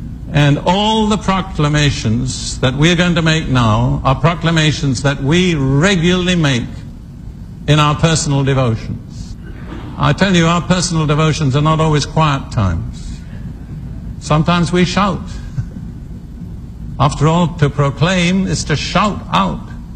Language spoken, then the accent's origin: English; United Kingdom; moved away